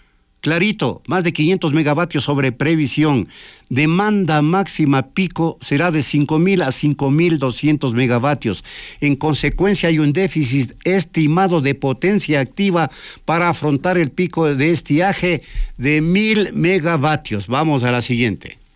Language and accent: Spanish; Ecuador; nos duele como ecuatorianos